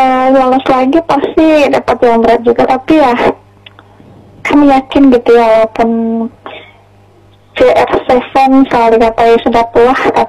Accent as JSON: {"language": "Indonesian", "region": "Maluku", "country": "Indonesia", "said": "kita bilang kita dari Maluku Tengah, tapi Pulau Serang sama nantinya di Malukunya di mana begitu"}